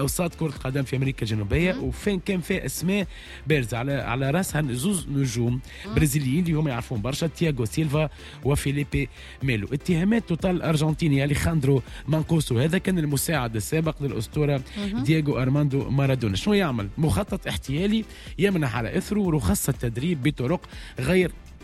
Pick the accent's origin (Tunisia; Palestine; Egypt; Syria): Tunisia; موجودة عندنا في تونس